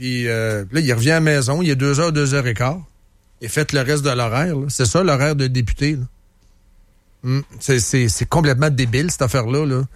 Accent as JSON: {"language": "French", "region": "Quebec", "country": "Canada", "said": "On est américain. mais parlant français avec une culture qui est bien québécoise."}